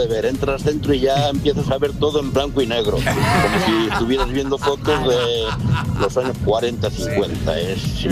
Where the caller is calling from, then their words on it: Lugo, Galicia, Spain; el Influencer está debajo de mi casa en Lugo